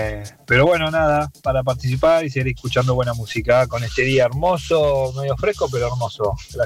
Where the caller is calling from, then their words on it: Ostende, Buenos Aires Province, Argentina; de Ostende.